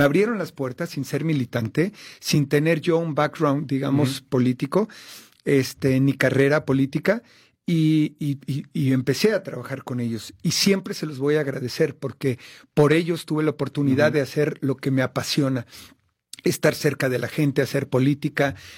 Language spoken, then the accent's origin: Spanish; Mexico